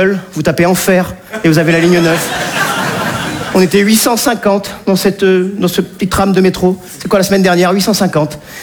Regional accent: Nice, Provence-Alpes-Côte d'Azur, France; moved away as an adult; now in Paris, France; je suis niçois

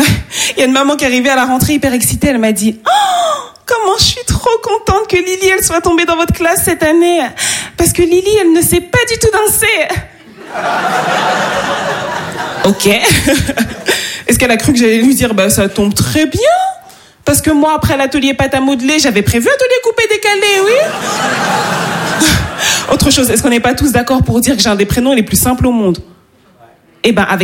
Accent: Île-de-France, France; born there; C'est peut-être parce que je suis née dans le Val-d'Oise.

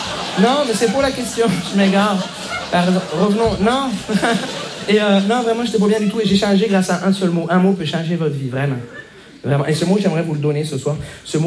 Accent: Montreal, Quebec, Canada; je viens de Montréal.

